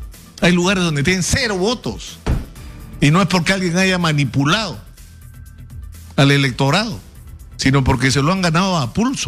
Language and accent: Spanish; Peru